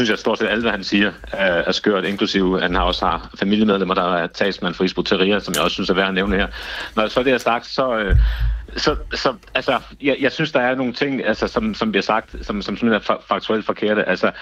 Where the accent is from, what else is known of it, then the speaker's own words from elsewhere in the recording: Copenhagen, Capital Region of Denmark, Denmark; Jeg kommer selv fra Nørrebro, jeg selv oplevede det.